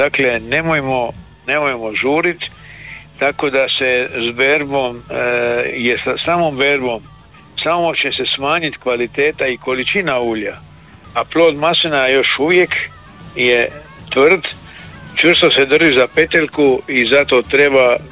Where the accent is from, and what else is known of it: Dalmatia, Croatia